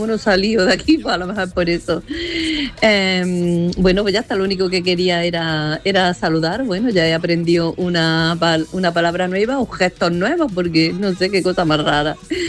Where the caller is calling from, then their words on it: Granada, Andalusia, Spain; Buenos días … de Granada.